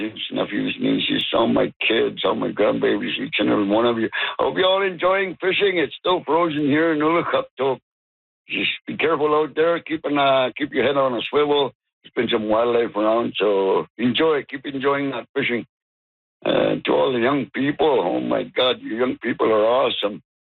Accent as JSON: {"language": "English", "town": "Ulukhaktok", "region": "Northwest Territories", "country": "Canada", "tie": "born or raised there"}